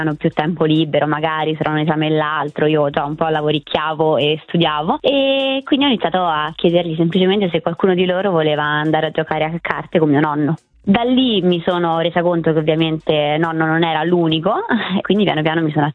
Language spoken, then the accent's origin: Italian; Rome, Lazio, Italy; accent: Roman; siamo romani, forse si capisce anche dall'accento